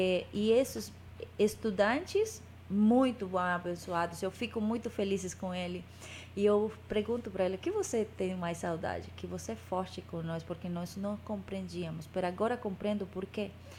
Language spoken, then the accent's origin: Portuguese; Amazonas, Brazil; Portuguese is a second language; now in New York, United States; o orgulho de quem nós somos, o amazonenses.